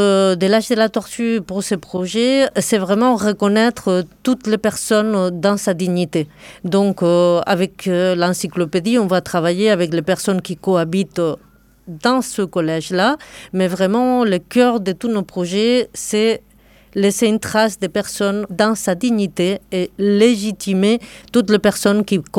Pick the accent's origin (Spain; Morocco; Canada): Spain; French is a second language; now in Rennes, France; je suis d'origine espagnole et j'ai une histoire d'émigration. Le français, ce n'est pas ma langue première, alors qu'ici, je dois parler le français tout le temps. Et on va me dire tout le temps que j'ai un accent très charmant